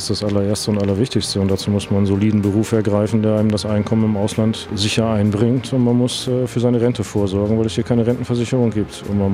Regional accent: Hamburg, Germany; moved away as an adult; now in Maldives; kann ich einmal im Jahr nach Deutschland fahren, nach Hause. Und ich komme aus dem hohen Norden, aus Hamburg.

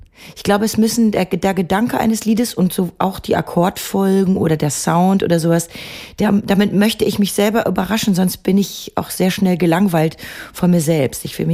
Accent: Bad Salzuflen, North Rhine-Westphalia, Germany

